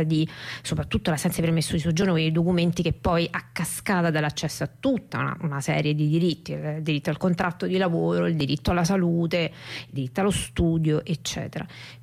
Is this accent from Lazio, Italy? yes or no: yes; Rome, Lazio, Italy; Io sono romana